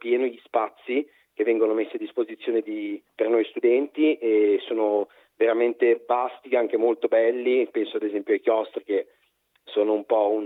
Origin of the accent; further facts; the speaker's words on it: Genoa, Liguria, Italy; moved away as an adult; E io vengo da Genova, quindi sono anch'io studente fuori sede